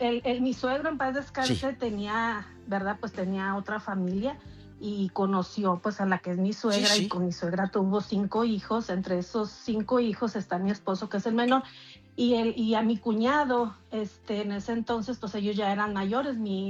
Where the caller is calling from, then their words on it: Colorado, United States; hablo de Colorado.